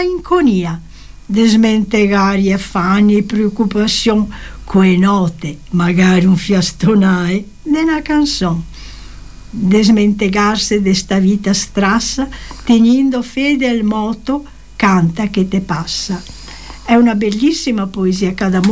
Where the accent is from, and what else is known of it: Venice, Veneto, Italy; born or raised there; moved away